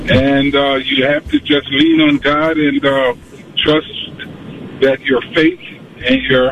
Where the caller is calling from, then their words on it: Coon Rapids, Minnesota, United States; calling from Coon Rapids.